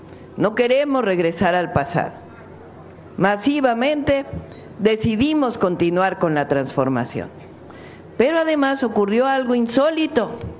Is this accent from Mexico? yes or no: yes; Mexico; Esas somos las mujeres mexicanas.